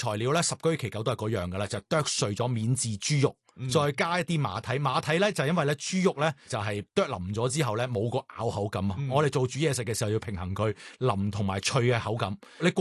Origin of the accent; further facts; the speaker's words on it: Guangdong, China; 我哋广东人呢是会叫一啲蛋呢就叫春。